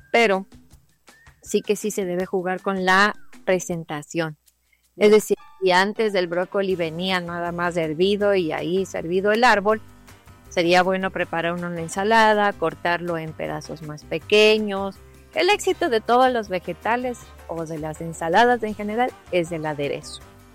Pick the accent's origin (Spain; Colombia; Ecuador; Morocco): Ecuador